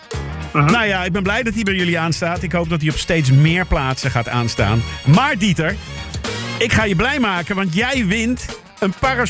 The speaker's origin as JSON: {"language": "Dutch", "country": "Netherlands", "said": "Hoe zijn wij Nederlanders?"}